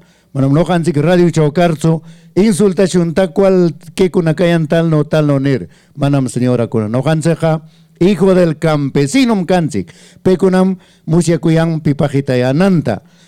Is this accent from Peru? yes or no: yes; Peru; al final todos seguimos siendo peruanos.